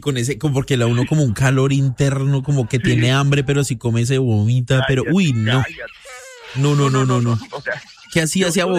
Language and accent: Spanish; Colombia; lo que nosotros en Colombia se le dice guayao. Cuando lo que ustedes dicen cruda en Colombia es guayao